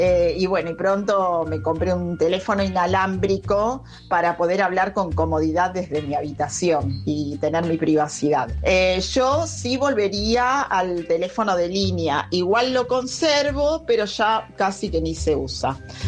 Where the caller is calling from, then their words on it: Temperley, Buenos Aires Province, Argentina; Buenas noches … de Temperley. Bueno, acá el teléfono lo instalamos en 1993.